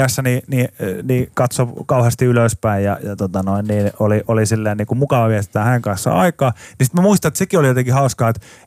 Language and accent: Finnish; Pori, Satakunta, Finland; Mä oon Porista